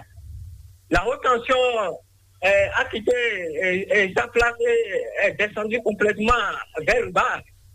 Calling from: Benin

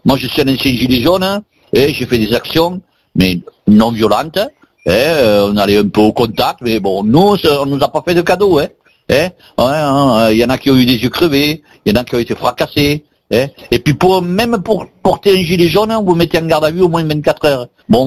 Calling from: Occitanie, France; chez nous, en Ariège

